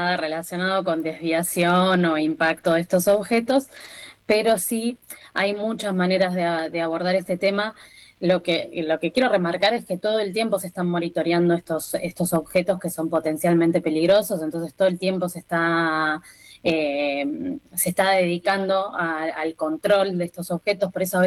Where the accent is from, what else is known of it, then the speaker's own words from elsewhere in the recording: Bahía Blanca, Buenos Aires Province, Argentina; moved away as an adult; Yo soy de Bahía Blanca